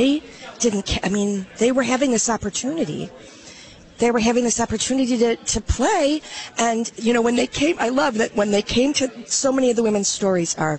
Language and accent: English; Chicago, Illinois, United States; I'm from the Chicagoland area